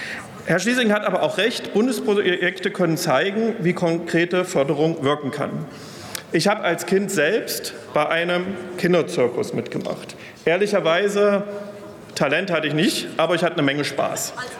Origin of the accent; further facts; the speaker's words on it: Weimar, Thuringia, Germany; born there; Ich wurde in Weimar geboren und wer aus Weimar kommt, der lernt sehr früh, Verfassungen sind keine Wunschzettel.